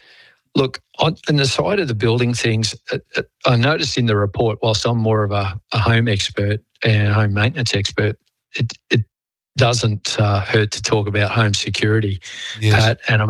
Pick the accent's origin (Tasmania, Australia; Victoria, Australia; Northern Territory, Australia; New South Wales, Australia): Victoria, Australia; Melbourne; now in Queensland, Australia; I mean, I grew up in Melbourne and had an electric blanket. Queensland, where I am now, doesn't get cold enough really, but yeah.